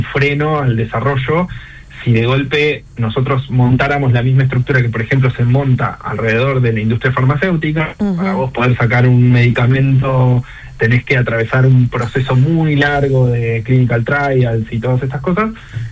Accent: Argentina; Nos queda bastante lejos eso a nosotros como argentinos.

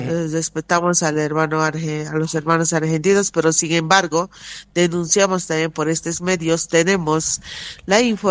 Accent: Cochabamba, Bolivia; Nosotros como pueblo boliviano o como la región del trópico de Cochabamba

